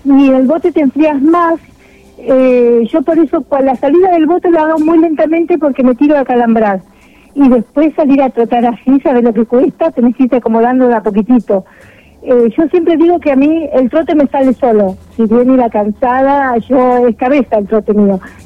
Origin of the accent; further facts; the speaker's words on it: Cervantes, Río Negro, Argentina; y más en mi pueblo.